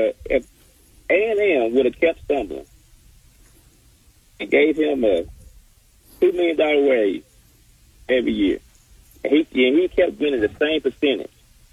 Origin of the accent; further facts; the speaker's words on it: Center Ridge, Arkansas, United States; I know I'm from Center Ridge, and I got Center Ridge mad.